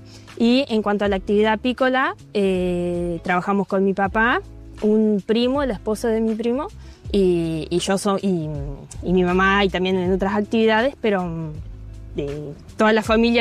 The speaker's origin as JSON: {"language": "Spanish", "area": "Costa Grande", "region": "Entre Ríos", "country": "Argentina", "tie": "born or raised there", "moved": "as an adult", "lives_now": "Paraná, Argentina", "said": "Yo crecí en una zona rural que se llama Costa Grande, que está más o menos a unos 80, 90 kilómetros de acá de Paraná. Hice mi jardín, primaria, secundaria, todo en escuela rural. Y recién llegué a Paraná cuando empecé a estudiar la carrera de artes, que por cierto empecé en el 2020"}